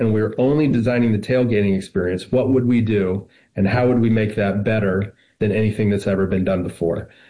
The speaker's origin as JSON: {"language": "English", "town": "Kansas City", "region": "Missouri", "country": "United States", "tie": "born or raised there"}